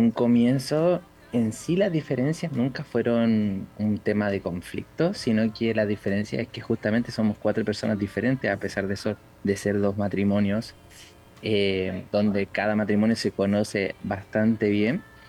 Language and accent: Spanish; Valparaíso, Chile; todos nosotros somos de Valparaíso, la región de Valparaíso de Chile, que es la quinta región.